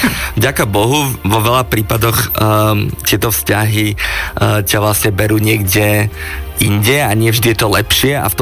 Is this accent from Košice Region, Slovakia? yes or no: yes; Košice, Košice Region, Slovakia; Som z Košic.